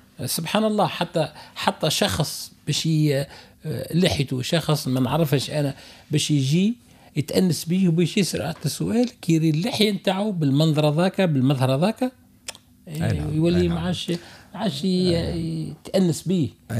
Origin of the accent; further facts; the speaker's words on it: Redeyef, Gafsa Governorate, Tunisia; now in Tunis, Tunisia; رديف هي مدينتي وانا نعتز من برديف لان اول حرف من القرآن قرأته في رديف وبابا والدي والدتي من رديف